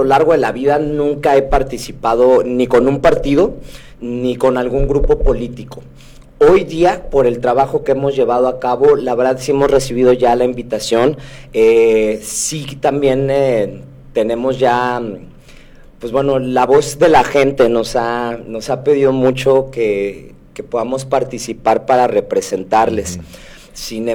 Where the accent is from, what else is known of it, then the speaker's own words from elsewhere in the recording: Mexico City, Mexico; now in Acapulco, Mexico; Yo soy nacido en la Ciudad de México, soy descendiente de michoacanos y jaliscienses.